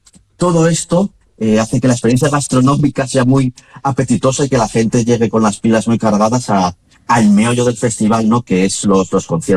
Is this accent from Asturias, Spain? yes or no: yes; Cangas del Narcea, Asturias, Spain